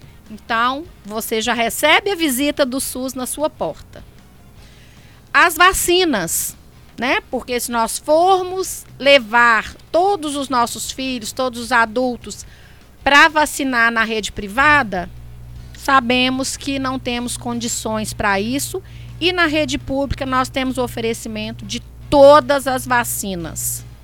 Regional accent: Brazil; para nós, enquanto brasileiros

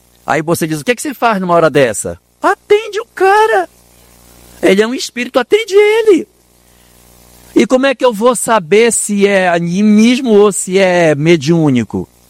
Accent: Minas Gerais, Brazil; Nós que somos mineiros, está em mim, né? Está em mim.

